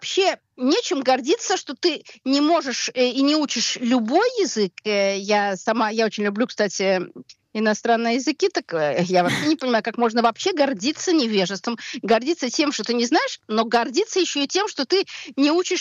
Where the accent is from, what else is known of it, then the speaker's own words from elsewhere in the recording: Russia; now in Israel; я давно уехала из России, не могу сказать, насколько это в России сегодня допустимо